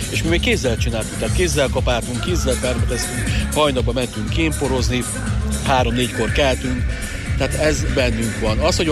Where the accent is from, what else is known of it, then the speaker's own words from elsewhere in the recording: Eger, Heves, Hungary; Én egri származású vagyok, felnémeti.